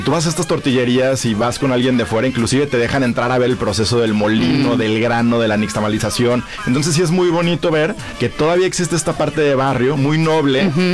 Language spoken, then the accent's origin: Spanish; Mexico